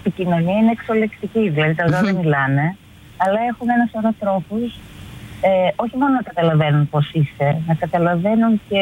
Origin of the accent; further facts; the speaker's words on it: Epirus, Greece; Ναι, γιατί πάω κάπου, ας πούμε, στο χωριό μου που πάω στην Ήπειρο.